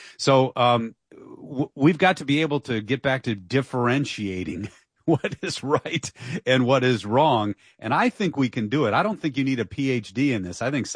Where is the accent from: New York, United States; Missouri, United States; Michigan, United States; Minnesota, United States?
Michigan, United States; Dearborn; Yeah, and like I said, I'm from Dearborn.